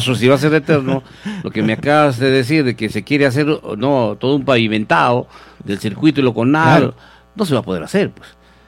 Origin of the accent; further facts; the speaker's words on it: Pasco, Peru; Soy de Pasco, los candidatos le propongo y me miran con una cara de pocos amigos.